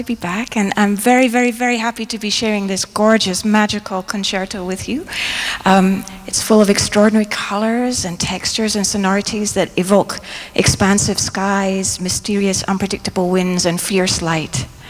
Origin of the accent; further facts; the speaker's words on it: Largs, Scotland, United Kingdom; now in Pittsburgh, United States; I grew up in Largs on the west coast of Scotland.